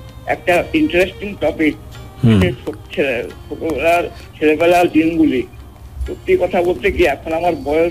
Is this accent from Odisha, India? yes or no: yes; Rourkela, Odisha, India; also born or lived in Krishnanagar, West Bengal; বাবা তো চাকরি করতো সেই শুধু উড়িষ্যা রাউরকেলাতে, সেখানে বড় হওয়া, কিন্তু আমাদের বাড়ি হচ্ছে এই কৃষ্ণনগর, এখানে গরমের ছুটিতে চলে আসতাম গ্রীষ্মের বন্ধে